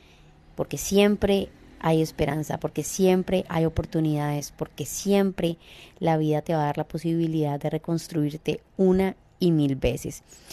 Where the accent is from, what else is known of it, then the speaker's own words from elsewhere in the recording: Cali, Valle del Cauca, Colombia; soy de Cali, Colombia, y voy a estar conduciendo este programa